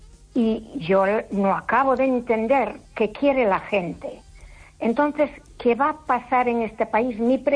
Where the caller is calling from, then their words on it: A Coruña, Galicia, Spain; Desde Coruña.